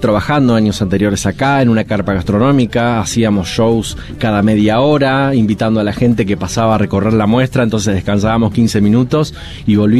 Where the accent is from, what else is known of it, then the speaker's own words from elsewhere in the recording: Pergamino, Buenos Aires Province, Argentina; soy de la ciudad de Pergamino, provincia de Buenos Aires, y que canto hace más de 20 años en eventos, fiestas, festivales.